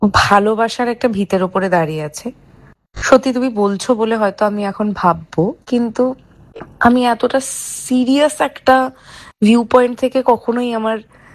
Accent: West Bengal, India; একজন বাঙালি হয়ে বা একজন ইন্ডিয়ান হয়ে

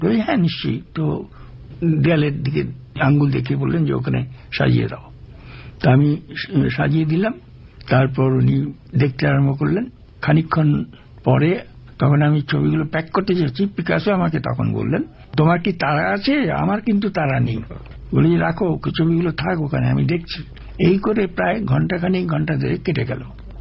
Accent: Kolkata, West Bengal, India; moved away as an adult; আমি কলকাতার লোক

